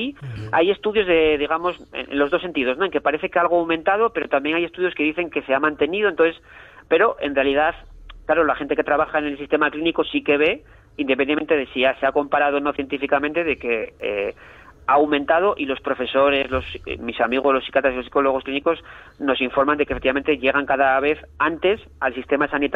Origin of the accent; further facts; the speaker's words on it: Asturias, Spain; yo que soy de origen asturiano, me decían en el pueblo, tú guaje de quiñes, ¿no? Que tú de quién eres, ¿no?